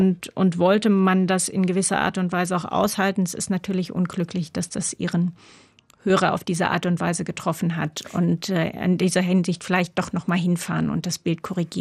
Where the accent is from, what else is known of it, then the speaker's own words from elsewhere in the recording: Saarland, Germany; Ich komm aus dem Saarland. Also wir sind direkt an der wohnen direkt an der Grenze dort unten. Meine Familie, das heißt, war immer in intensiver Kontakt mit Frankreich auch da.